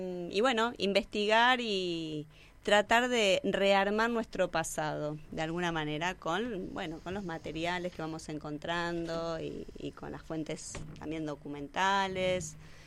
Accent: Quilmes, Buenos Aires Province, Argentina; born there; Quilmes, aparte de ser mi ciudad natal y la ciudad natal de quienes estamos en el proyecto

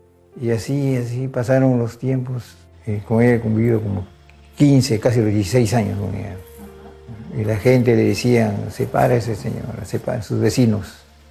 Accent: Chicama Valley, La Libertad, Peru; moved away as an adult; now in Trujillo, Peru; Estuve en mi tierra, en mi pueblo, que es Valle Chicama

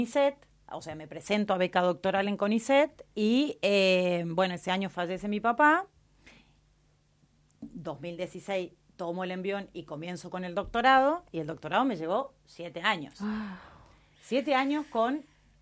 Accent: Salta, Argentina; moved away as an adult; now in Neuquén, Argentina; soy salteña de Salta Capital, de pura cepa.

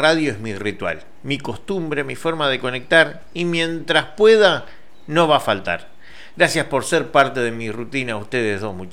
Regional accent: Entre Ríos, Argentina; yo soy de Entre Ríos.

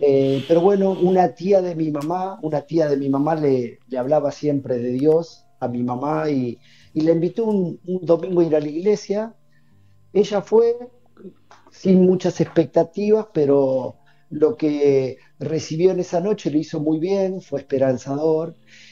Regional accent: Buenos Aires, Argentina; born there; yo nací en Capital, en un hogar, mi familia, mi papá, mi mamá, mi papá Miguel, mi mamá Betty, mis dos hermanas, una mayor y una menor. Yo nací en el año 74

